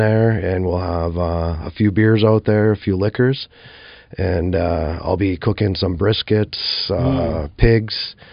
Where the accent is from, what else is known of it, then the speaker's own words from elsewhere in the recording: Skanee, Michigan, United States; I'm from Skaney, Michigan. My wife and I bought Finn's about 3 years ago. We both grew up in the area, and I was born and raised about 2 miles away.